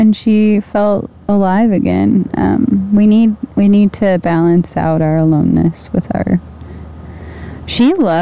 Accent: Indiana, United States; I'm from Indiana. I'm from the Midwest.

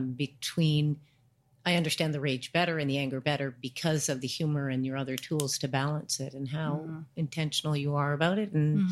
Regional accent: Toronto, Ontario, Canada; from Toronto as well.

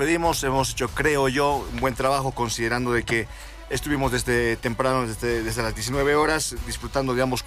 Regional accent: Bolivia; sabemos que duele perder como bolivianos

